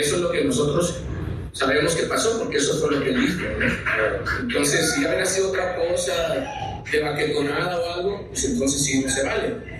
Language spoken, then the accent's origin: Spanish; Mexico; que la neta hay que sentirnos como mexicanos orgullosos que la música mexicana se escucha ahí